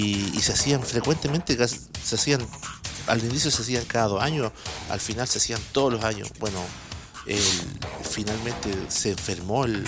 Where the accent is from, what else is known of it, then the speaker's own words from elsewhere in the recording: Melipilla, Santiago Metropolitan Region, Chile; Y somos de Melipilla.